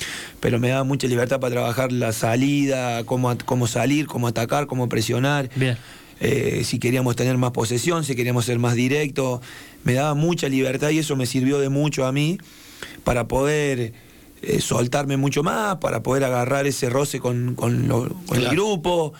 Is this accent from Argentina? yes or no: yes; Idiazábal, Córdoba, Argentina; also born or lived in Buenos Aires; De Córdoba, que se llama Idiazábal. Y tiene 1.700 habitantes mi pueblo.